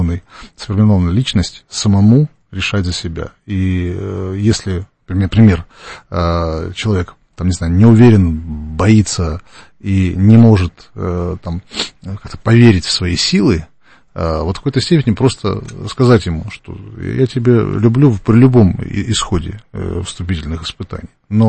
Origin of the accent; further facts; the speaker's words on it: Siberia, Russia; как я ехал из Сибири поступать в Москву, в Гнесинку